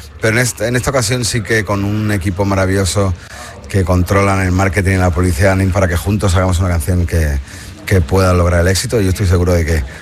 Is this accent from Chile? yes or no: no; Badalona, Catalonia, Spain; Me entrevistaban en Badalona, que es mi casa, donde yo nací.